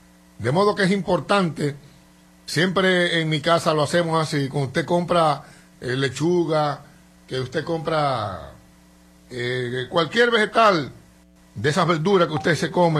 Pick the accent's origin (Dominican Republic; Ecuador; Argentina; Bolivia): Dominican Republic